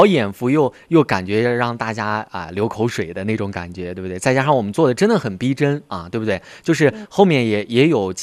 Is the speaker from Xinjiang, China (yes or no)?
yes; Xinjiang, China; 我们新疆人做的新疆文创产品